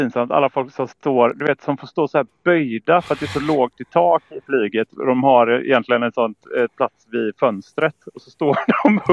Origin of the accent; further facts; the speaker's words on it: Gothenburg, Västra Götaland County, Sweden; Lite bak, vi är lite så här, ta ni först. Du vet, lite så känns som vi göteborgare är.